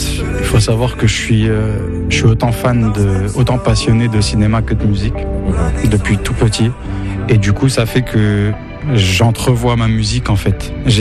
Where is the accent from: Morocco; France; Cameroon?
Morocco